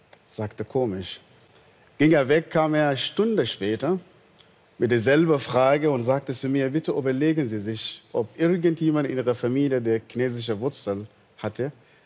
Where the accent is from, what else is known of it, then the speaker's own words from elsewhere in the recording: Northern Sudan, Sudan; German is a second language; moved away; Ich bin im Nordsudan geboren, aufgewachsen.